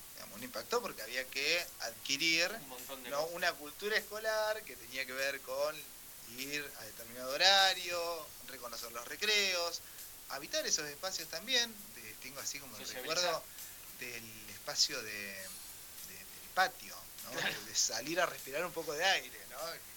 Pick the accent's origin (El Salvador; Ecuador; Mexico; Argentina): Argentina; Luis Beltrán, Río Negro; Sí, pero real, de los nacidos de verdad en el hospital de Luis Beltrán y criado en este pueblo.